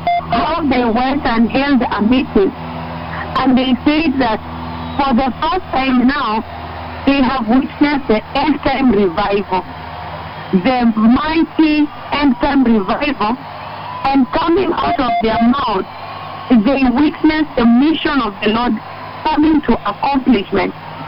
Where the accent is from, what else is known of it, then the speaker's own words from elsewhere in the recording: Kenya; And for me, as … as a Kenyan, I repent so much.